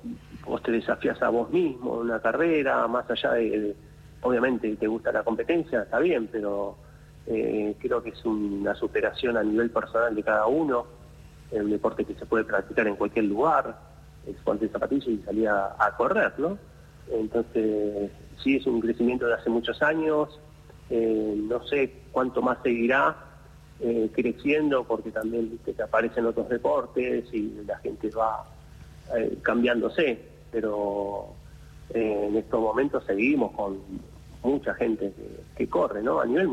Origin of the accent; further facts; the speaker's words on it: Argentina; Sabemos que como argentinos estamos pasando un tema económico